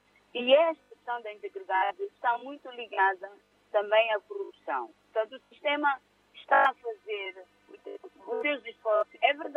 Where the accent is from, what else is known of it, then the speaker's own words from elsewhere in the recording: Mozambique; como moçambicanos devemos acreditar